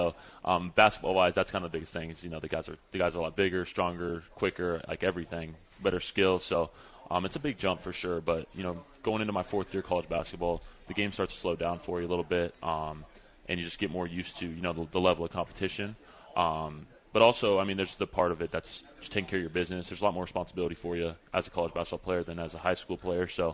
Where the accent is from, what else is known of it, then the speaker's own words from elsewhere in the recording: Fort Collins, Colorado, United States; born there; I grew up in Moby Arena.